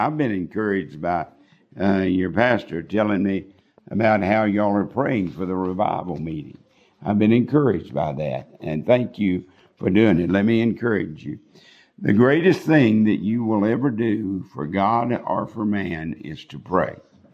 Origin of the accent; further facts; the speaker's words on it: Texas, United States; a little Southern Baptist church in my hometown, about 50 miles outside of Amarillo.